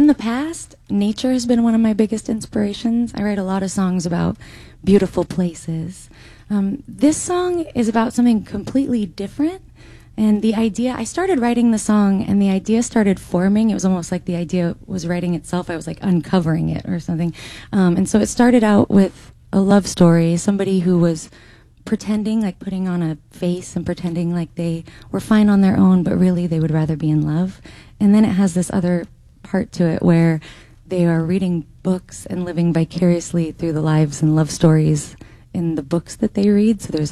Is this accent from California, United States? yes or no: yes; Mount Shasta, California, United States; moved away; also born or lived in Humboldt; Well, I grew up in Mount Shasta, California. So Mount Shasta is a snowy volcano. And I grew up in the little town of Mount Shasta City.